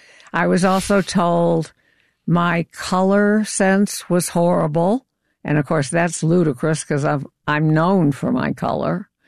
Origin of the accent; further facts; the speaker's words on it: Chicago, Illinois, United States; And I grew up in Chicago. At 5, I started. This is inconceivable to people now. I lived on this street called Bittersweet, which went one block from Clarendon to Marine Drive.